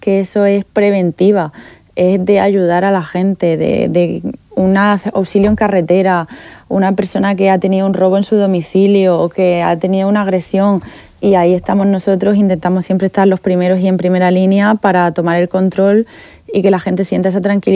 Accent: Region of Murcia, Spain; moved away as an adult; now in Canary Islands, Spain; yo vengo de Canarias, he estado también trabajando en muchos sitios, pero ya para largo plazo sí que me gustaría ya aquí acercarme, esta es mi tierra, tengo aquí mi fami

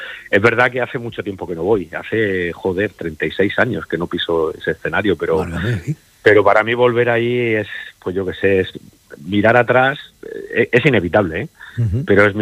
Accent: Region of Murcia, Spain; moved away; siempre venir aquí a la región a trabajar, a la tierra de donde eres

